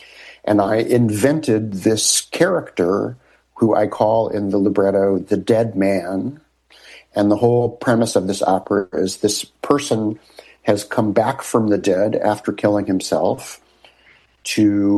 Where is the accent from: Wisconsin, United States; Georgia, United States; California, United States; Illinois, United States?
California, United States; Los Angeles; I'm from Los Angeles.